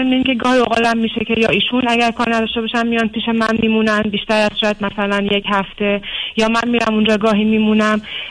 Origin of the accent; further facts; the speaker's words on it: Iran; moved away as an adult; now in Germany; من 33 سالمه آقای دکتر. از سال 2019 از ایران به طور غیرقانونی مهاجرت کردم آلمان، پناهنده شدم اینجا.